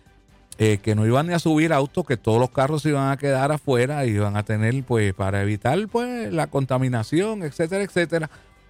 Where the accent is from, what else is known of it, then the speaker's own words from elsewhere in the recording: Río Grande, Puerto Rico; yo me crié en Mamelle, Palmer, lo conocemos los que nos criamos allí, pues somos de Mamelle.